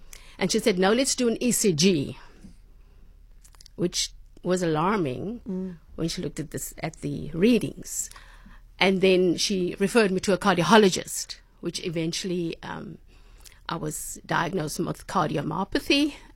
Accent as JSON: {"language": "English", "town": "Cape Town", "region": "Western Cape", "country": "South Africa", "tie": "born or raised there", "said": "I'm from Cape Town, born and bred."}